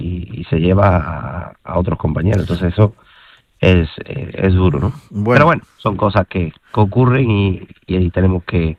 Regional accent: Seville, Andalusia, Spain; El caso de Sevilla, la cual yo considero mi tierra

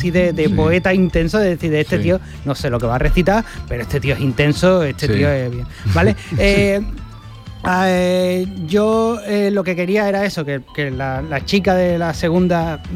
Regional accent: Jerez de la Frontera, Andalusia, Spain; now in San Juan de Aznalfarache, Spain; Los jerezanos de la mesa te vamos a puñalar ahora mismo.

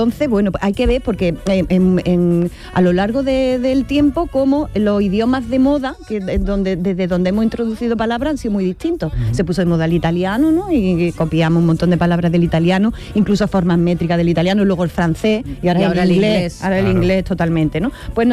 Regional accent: Jaén, Andalusia, Spain; Yo como soy de Jaén, a mí los ríos. Yo en un río me tiro.

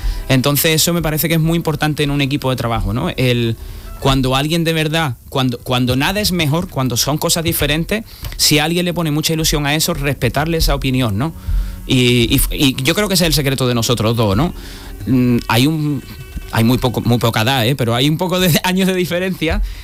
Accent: Cádiz, Andalusia, Spain; como somos de Cádiz los dos

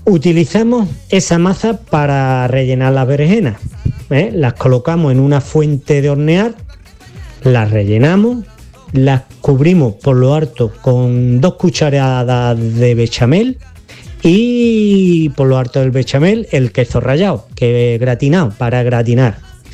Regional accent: Mijas, Andalusia, Spain; de la Laguna de Mija

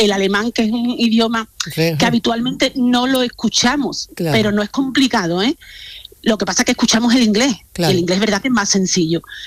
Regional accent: Seville, Andalusia, Spain; now in Germany; Yo soy de Sevilla.

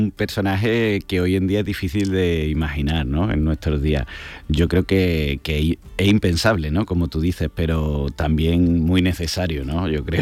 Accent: Córdoba, Andalusia, Spain; yo soy de Córdoba, soy cordobés

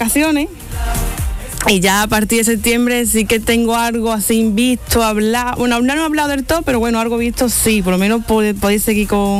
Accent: Carmona, Andalusia, Spain; Yo soy de Carmona y es lo típico de mi pueblo

